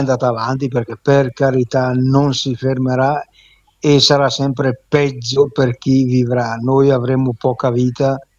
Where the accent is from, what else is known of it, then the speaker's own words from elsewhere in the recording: Coccaglio, Lombardy, Italy; io sono di Coccaglio